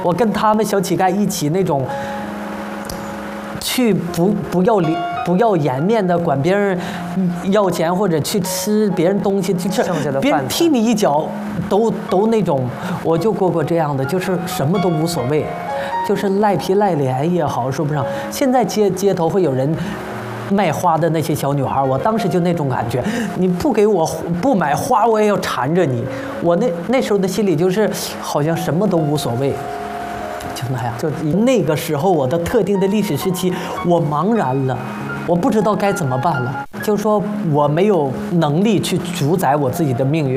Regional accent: Gongzhuling, Jilin, China; moved away; also born or lived in Yingkou; 我家在吉林省公主岭市朝阳坡乡，在我们乡里，我乡东头就有一条河叫辽河，从我的家乡流到了营口。我的小时候，我经常会在河里洗澡，和我所有的小伙伴们玩。

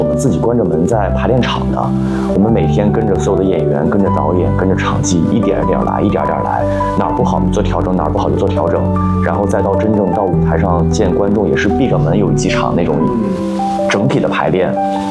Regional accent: Pingdingshan, Henan, China; moved away; 因为我小时候我老家在河南平顶山，其实就是个煤城。

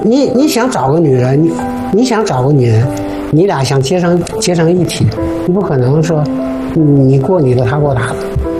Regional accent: Tanggu, Tianjin, China; 土生土长的塘沽人，海边上长大。

